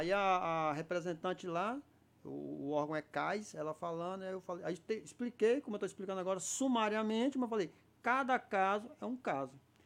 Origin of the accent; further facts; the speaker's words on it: Brazil; born there; now in Alto Solimões, Amazonas, Brazil; somos nós aqui, nós nascemos no Brasil, filhos de pai e mãe brasileiro.